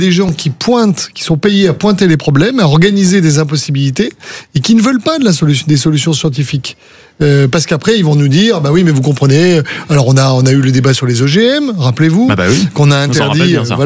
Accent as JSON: {"language": "French", "region": "Provence-Alpes-Côte d'Azur", "country": "France", "said": "je viens de la Provence qui était le verger de ce pays"}